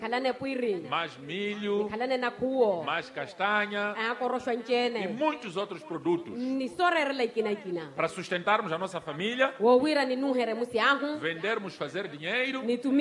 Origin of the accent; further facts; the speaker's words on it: Mozambique; E nós, como moçambicanos, unidos, e principalmente com a força da mulher, temos que combater esses males